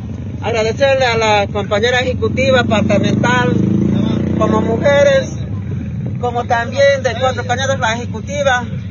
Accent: San Julián, Santa Cruz, Bolivia; Defender mi pueblo, querido San Julián, es de lucha.

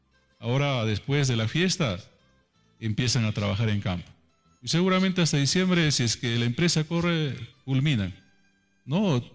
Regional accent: Asunción province, Ancash, Peru

